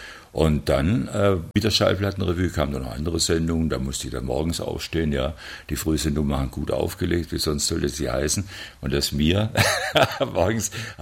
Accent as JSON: {"language": "German", "town": "Stuttgart", "region": "Baden-Württemberg", "country": "Germany", "said": "ich bin Stuttgarter"}